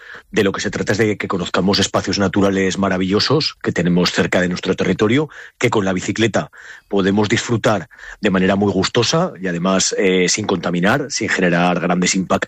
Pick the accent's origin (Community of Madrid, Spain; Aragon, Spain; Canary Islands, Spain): Aragon, Spain; Yo vengo de Aragón